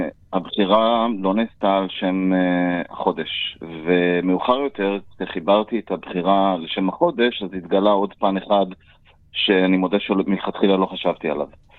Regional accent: Central District, Israel; אני לא גדלתי בקיבוץ על גבול קרוב לעזה, לא, אני גדלתי במרכז הארץ.

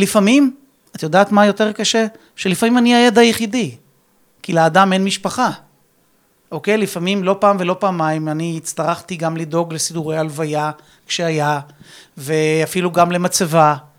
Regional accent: Rishon LeZion, Central District, Israel; born there; אני נולדתי ברמת אליהו, שזו שכונה של ראשון

